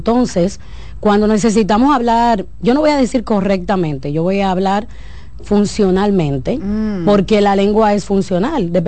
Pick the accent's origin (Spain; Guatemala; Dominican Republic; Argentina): Dominican Republic; la riqueza cultural que tenemos como dominicanos.